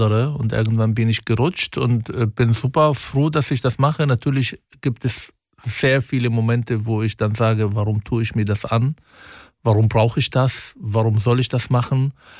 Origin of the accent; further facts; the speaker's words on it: Germany; Demokratie wird geschützt, mein Heimat Deutschland wird geschützt, indem die Leute Zivilcourage zeigen